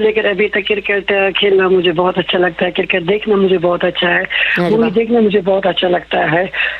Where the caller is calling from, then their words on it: Jammu and Kashmir, India; मैं सेंट्रल कश्मीर से बात कर रहा हूँ, जिला बड़गाम में हमारा गांव पड़ता है।